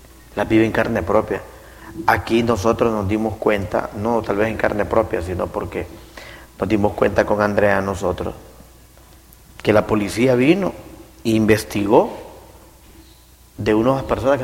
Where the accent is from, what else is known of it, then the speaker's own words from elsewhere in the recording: Honduras; Yo estoy de acuerdo como hondureño.